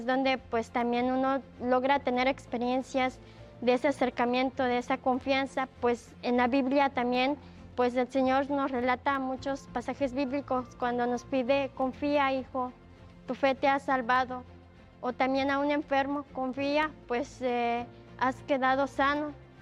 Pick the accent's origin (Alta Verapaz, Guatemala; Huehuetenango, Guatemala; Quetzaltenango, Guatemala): Quetzaltenango, Guatemala; Yo soy originaria de Quetzaltenango, de Guatemala.